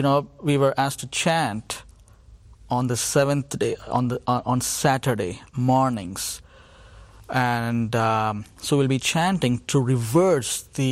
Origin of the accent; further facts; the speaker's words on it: India; City was born and raised in India